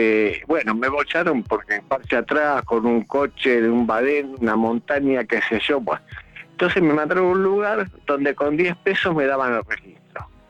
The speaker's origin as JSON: {"language": "Spanish", "town": "Almagro", "region": "Buenos Aires", "country": "Argentina"}